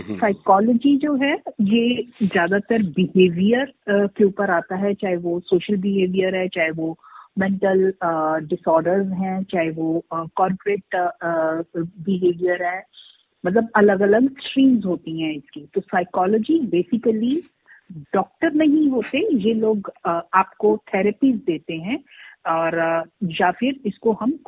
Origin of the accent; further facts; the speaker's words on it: Delhi, India; और मैं दिल्ली से हूँ।